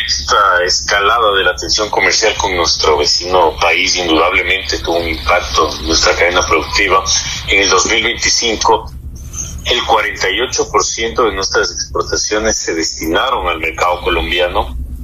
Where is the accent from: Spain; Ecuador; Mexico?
Ecuador; nosotros como ecuatorianos somos gente seria